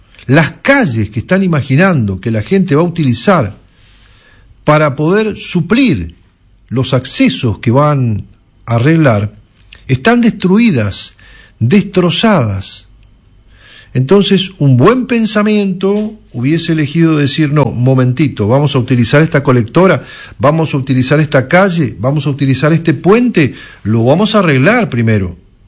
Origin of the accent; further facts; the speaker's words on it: Mendoza, Argentina; lo que necesitamos como mendocinos